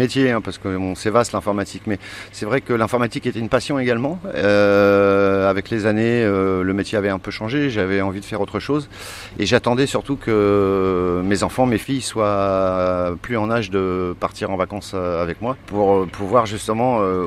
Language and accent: French; Rouen, Normandy, France; Et comme je suis natif de Rouen, j'ai choisi la Normandie.